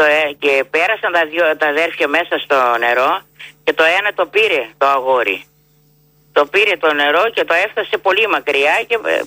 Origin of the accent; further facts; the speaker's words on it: Epirus, Greece; born there; Να ακουστεί για την Ήπειρο, την πατρίδα μου εδώ.